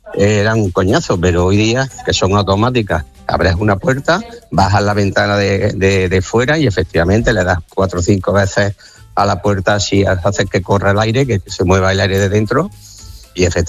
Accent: Córdoba, Andalusia, Spain; Y después, otro año, como yo soy de Córdoba, lógicamente, ¿quién no tiene un apartamentito o un pisito en la playita

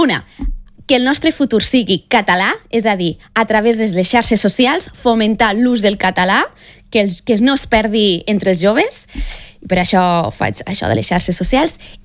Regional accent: Catalonia, Spain; catalana perquè sóc catalana, el meu cor és català, estimo la meva terra

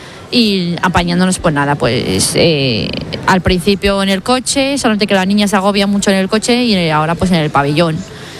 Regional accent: Aldea del Fresno, Community of Madrid, Spain; Somos de Aldea del Fresno.

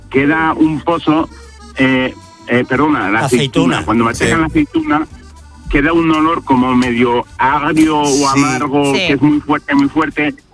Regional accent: Pamplona, Navarre, Spain; yo soy de Pamplona, mi mujer es de Arjona, un pueblo estupendo de Jaén

